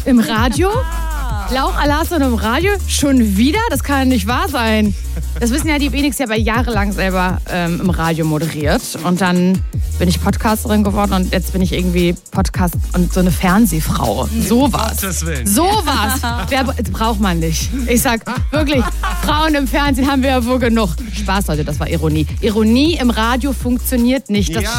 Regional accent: Mecklenburg-Vorpommern, Germany; Ich bin von ganz weit weg. Ich komme eigentlich aus Mecklenburg-Vorpommern.

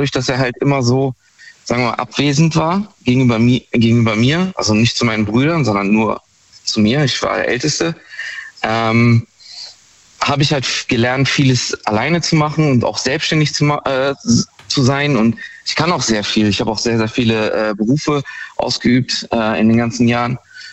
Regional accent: Baden-Württemberg, Germany; Ich komme aus der Ecke Heidelberg.

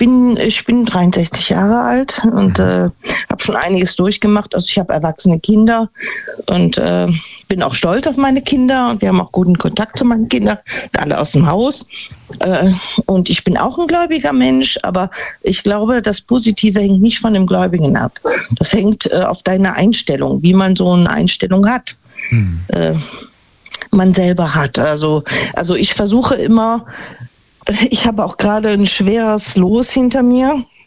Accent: Neunkirchen-Seelscheid, North Rhine-Westphalia, Germany; ich bin aus Neunkirchen-Silscheid

